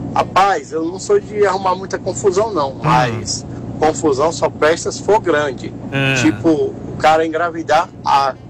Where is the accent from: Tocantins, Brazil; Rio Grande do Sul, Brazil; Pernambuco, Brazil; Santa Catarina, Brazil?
Pernambuco, Brazil; now in São Paulo, Brazil; Sou lá do Pernambuco, mas tô morando aqui em São Paulo hoje em dia.